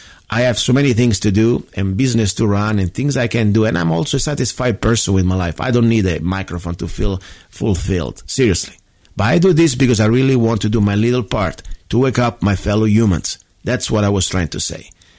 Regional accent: United States; not just the American, because I'm an American first, but also humans from around the world.

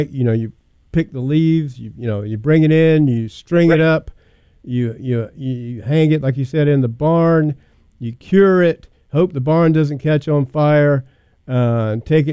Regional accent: North Carolina, United States; I'm from North Carolina. We had 40 acres.

